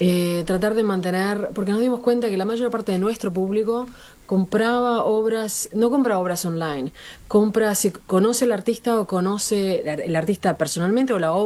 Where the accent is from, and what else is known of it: Montevideo, Uruguay; born or raised there; moved away; also born or lived in Punta del Este / La Paloma